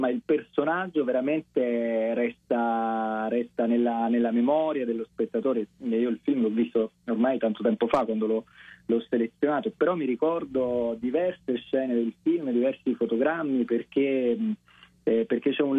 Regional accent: Naples, Campania, Italy; da napoletano, quando un non napoletano interpreta, insomma, dei personaggi della mia città

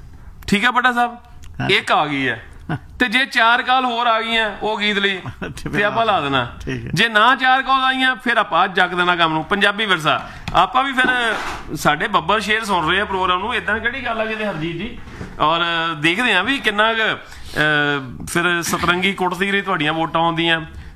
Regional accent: Punjab, India; ਤੇ ਨਾ ਸਾਡਾ ਪੰਜਾਬ ਨਾਲ ਸਾਡਾ ਪਿਆਰ ਹੈ ਕਿਉਂਕਿ ਅਸੀਂ ਉੱਥੇ ਜੰਮੇ ਪਲੇ ਹਾਂ।

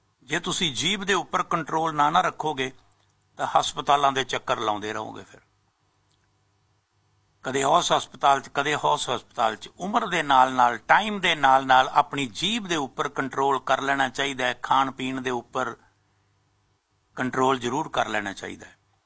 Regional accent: Faridkot district, Punjab, India; ਮੈਂ ਖੁਦ ਫਰੀਦਕੋਟ ਜ਼ਿਲ੍ਹੇ ਦਾ ਹੀ ਆ

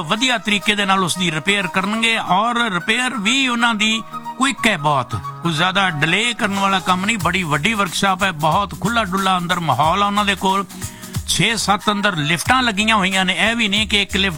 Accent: Faridkot, Punjab, India; ਸਾਡੇ ਫਰੀਦਕੋਟ ਦਾ ਸੀ ਜੀ, ਮੈਂ ਵੀ ਫਰੀਦਕੋਟ ਦਾ ਹੀ ਹਾਂ

